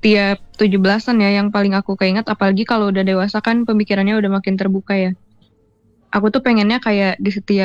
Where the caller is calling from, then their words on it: Cimahi, West Java, Indonesia; Saya dari kota Cimahi